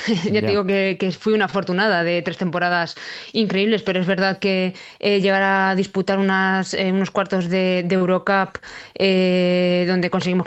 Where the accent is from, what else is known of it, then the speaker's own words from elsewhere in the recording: Manzanares, Castilla-La Mancha, Spain; moved away as an adult; now in Basque Country, Spain; Soy de Manzanares.